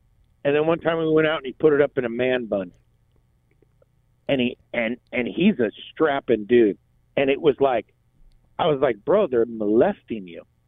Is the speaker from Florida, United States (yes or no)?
no; Los Angeles, California, United States; born there; that's where my family was in L.A., surrounded by Hispanics.